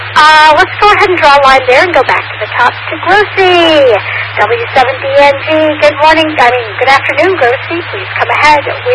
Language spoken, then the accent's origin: English; Louisiana, United States; moved away; When I moved up here from South Louisiana, I said to myself … you're never going to be hot again.